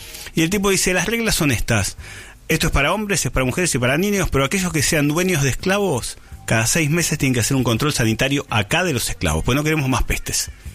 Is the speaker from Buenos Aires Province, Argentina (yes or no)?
yes; Mar del Plata, Buenos Aires Province, Argentina; Pasé mi adolescencia en Mar del Plata en Sobremonte.